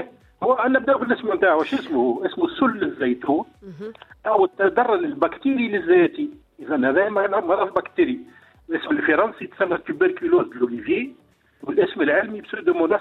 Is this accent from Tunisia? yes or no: yes; Sahel, Tunisia; عندنا في الساحل